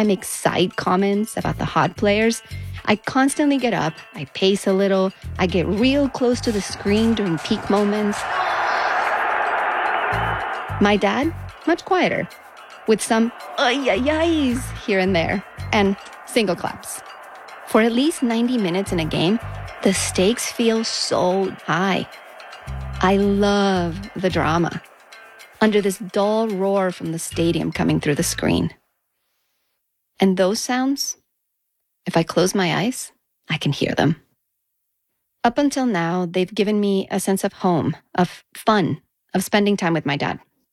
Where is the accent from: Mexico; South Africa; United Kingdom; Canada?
Mexico; now in United States; If I go back to the foggy burst of memories of my very early years growing up in Mexico